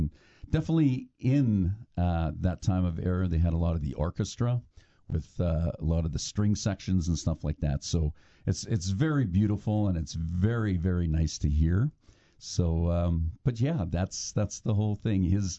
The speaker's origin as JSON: {"language": "English", "town": "Portage la Prairie", "region": "Manitoba", "country": "Canada", "tie": "born there", "also_born_or_lived": "Alberta", "moved": "yes", "said": "when I used to live in Portage la Prairie, because I'm actually from Portage la Prairie"}